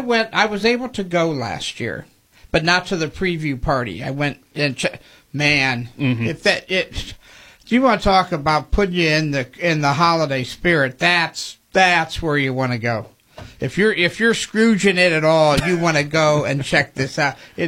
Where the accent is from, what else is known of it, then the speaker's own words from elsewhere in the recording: Akron, Ohio, United States; moved away; being from Akron